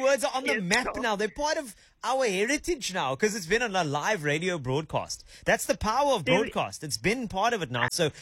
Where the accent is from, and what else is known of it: Western Cape, South Africa